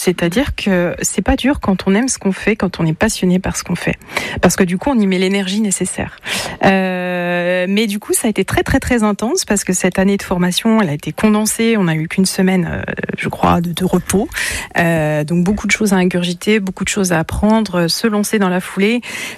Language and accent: French; Pays de la Loire, France; moved away as an adult; je venais de la région de Cholet, dans le Maine-et-Loire. Quand je suis arrivée ici, je m'y suis fait parce que les gens sont très accueillants.